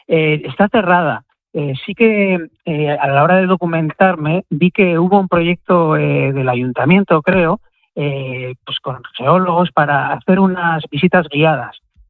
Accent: Bilbao, Basque Country, Spain; yo soy bilbaíno de siempre

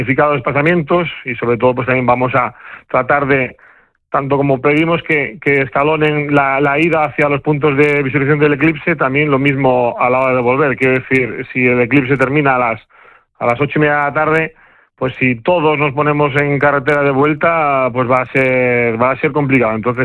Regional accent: Spain; al final somos españoles

